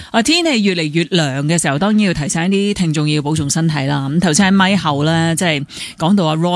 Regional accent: China; 我哋中国人啲历法吓，立秋过后，处暑又完咗啦。

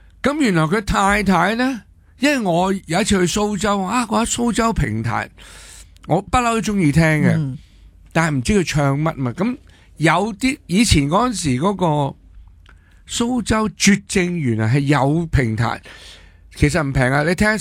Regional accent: Hong Kong; 作为中国嘅香港人我就震惊。

